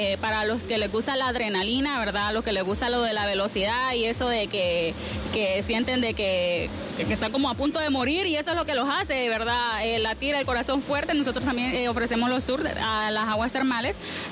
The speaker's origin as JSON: {"language": "Spanish", "town": "Puerto Cortés", "region": "Cortés", "country": "Honduras", "said": "Con la gastronomía que nos identifica como porteños."}